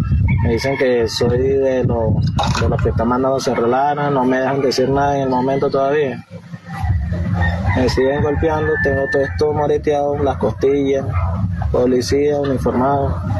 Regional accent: Venezuela; now in Colombia; Venezuela de Ciudadanía aquí de Colombia

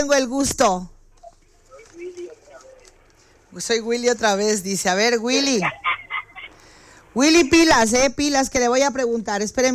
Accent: Mexico; No, es que yo soy de México.

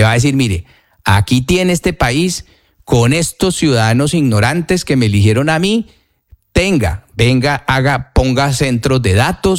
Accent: Colombia; somos muy queridos los colombianos

